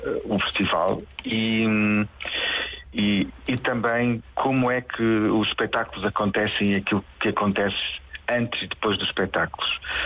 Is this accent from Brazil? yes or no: no; Covilhã, Centro, Portugal; moved away as an adult; also born or lived in Évora; now in Serpa, Portugal; eu sou ali perto de Ceia, exatamente. Perto de Ceia, sou da zona da Beira Baixa, sou da Covilhã.